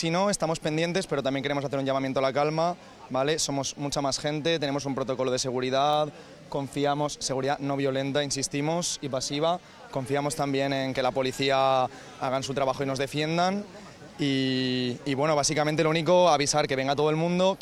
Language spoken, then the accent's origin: Spanish; Valencian Community, Spain; también somos valencianos